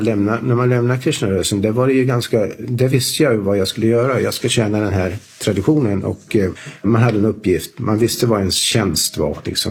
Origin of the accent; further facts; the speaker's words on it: Sweden; Alltså, eftersom vi var infödda svenskar så visste vi hur svenskar tänker lite grann